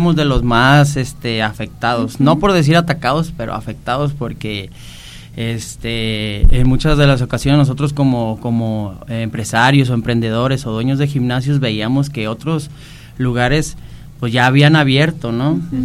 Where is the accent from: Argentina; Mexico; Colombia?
Mexico; Jalisco; donde yo soy, de ahí de Jalisco